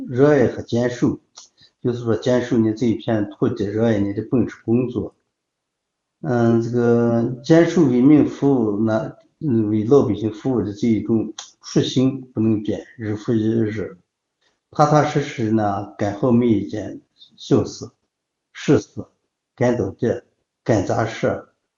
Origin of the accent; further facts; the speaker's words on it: China; 我是土生土长的腰丹子人，生在这里，长在这个地方